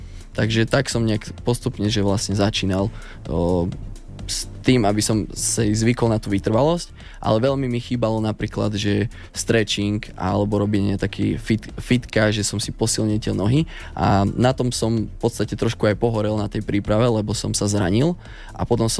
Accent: Žilina Region, Slovakia; u nás na Kysuciach

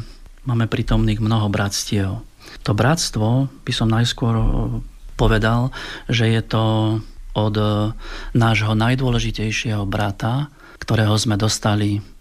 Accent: Žilina Region, Slovakia; Pochádzam z Oravy.

